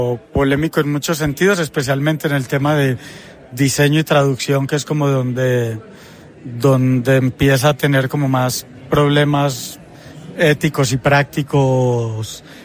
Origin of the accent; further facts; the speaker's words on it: Colombia; moved away; Una personal, como te decía, yo soy colombiano. Antes de irme, participé en la Filbo varias veces